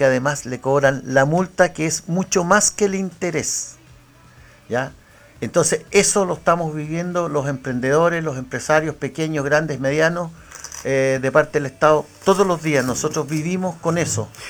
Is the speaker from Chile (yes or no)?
yes; Chile; ya como chilenos estamos cabreados.